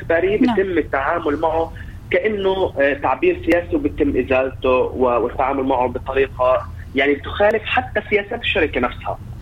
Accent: Palestine; لكن نواجه يعني كفلسطينيين هذه الإبادة

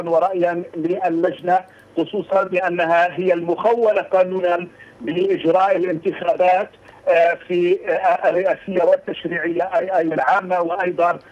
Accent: Palestine

